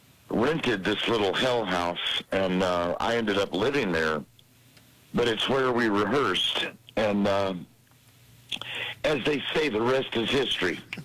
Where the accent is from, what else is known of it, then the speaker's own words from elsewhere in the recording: Louisville, Kentucky, United States; born there; You know, I was born in Kentucky.